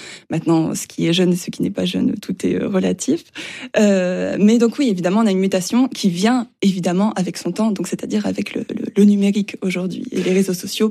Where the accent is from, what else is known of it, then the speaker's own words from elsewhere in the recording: Hauts-de-France, France; je ne suis pas à l'Université de Rennes, mais de l'Université d'Artois, et j'y tiens, je viens du Nord-Pas-de-Calais.